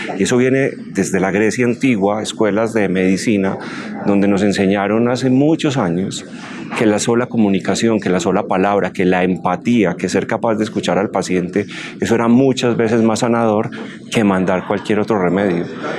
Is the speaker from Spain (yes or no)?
no; Colombia